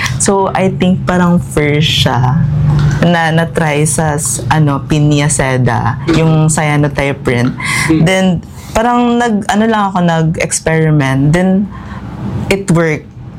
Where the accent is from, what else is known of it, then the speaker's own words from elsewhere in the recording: Aklan, Philippines; I'm from Boracay. So growing up, I go to the beach